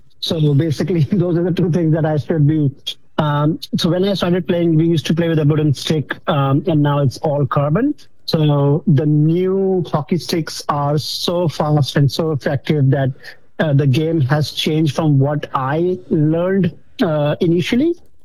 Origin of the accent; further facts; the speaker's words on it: New Delhi, Delhi, India; moved away as an adult; also born or lived in New York, United States; now in Melbourne, Australia; I represented my state back in India, which was Delhi. I was from New Delhi.